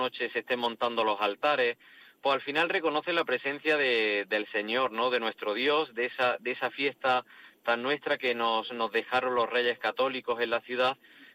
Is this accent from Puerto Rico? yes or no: no; Granada, Andalusia, Spain; Pues la verdad es que están siendo días grandes cada vez que celebramos el Corpus en Granada. Para un granadino de a pie, celebrar el Corpus es celebrar los días de encuentro, los días de fiesta